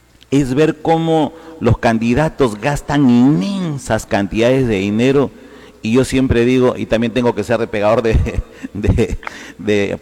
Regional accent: Lagunas, Piura, Peru; born there; now in Chiclayo, Peru; yo nací en Piura, en un caserío llamado Lagunas, y nunca voy a negar mi tierra, pero yo tengo, de mis 54 años de edad, yo aquí en Chiclayo vivo 43 años de edad

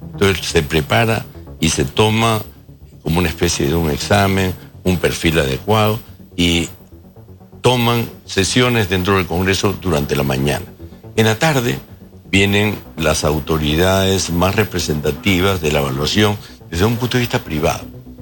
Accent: Callao, Peru; yo soy independiente, yo soy chalaco.

